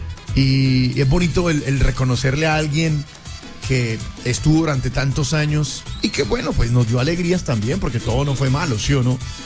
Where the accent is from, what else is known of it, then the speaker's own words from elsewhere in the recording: Colombia; esto somos nosotros, los colombianos.